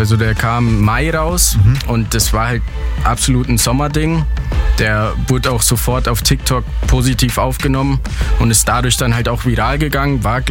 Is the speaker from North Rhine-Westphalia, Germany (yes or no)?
no; Wendelstein, Bavaria, Germany; wir kommen ursprünglich aus Wendelstein, wenn jetzt die wenigsten kennen